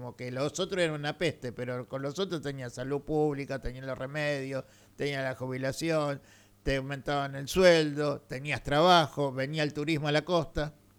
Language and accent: Spanish; Argentina; Nosotros, sí, somos Argentina.